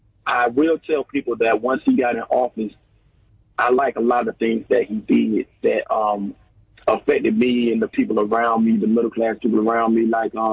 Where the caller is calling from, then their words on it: Georgia, United States; I'm from Georgia.